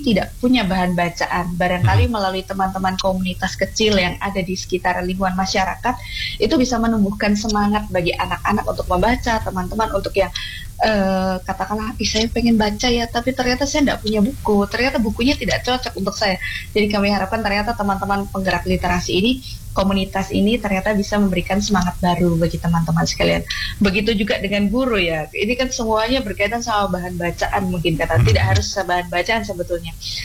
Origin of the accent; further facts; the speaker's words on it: Java, Indonesia; Saya sebagai orang Jawa ya